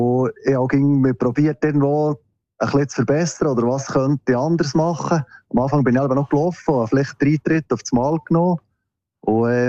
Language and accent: German; Adelboden, Bern, Switzerland; Also ich trainiere eben bei uns in Adelboden.